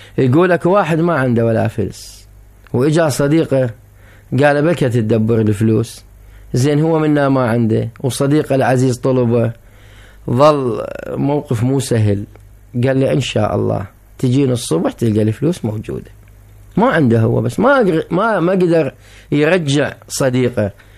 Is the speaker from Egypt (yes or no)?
no; Iraq; صارت ظاهرة عندنا بالعراق